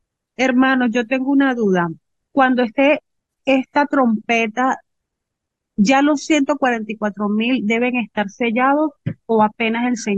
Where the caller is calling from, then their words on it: Cartagena, Bolívar, Colombia; Les hablo desde Cartagena, Colombia.